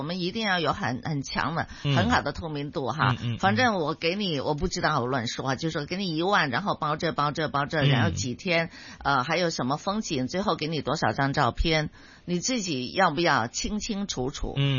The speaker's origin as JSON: {"language": "Chinese", "country": "Hong Kong", "said": "我们香港人在做，而且呢，如果呢能够做得更完善一些，"}